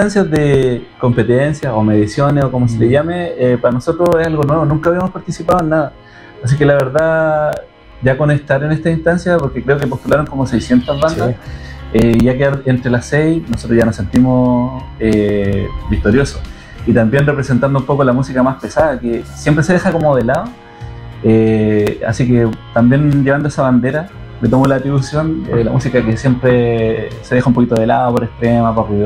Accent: Tehuacán, Puebla, Mexico; Somos de Tehuacán, un pueblo muy chiquitito.

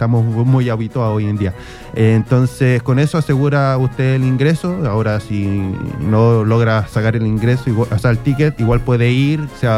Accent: Iquique, Tarapacá, Chile; Gisela y yo, somos iquiqueños de acá de la ciudad

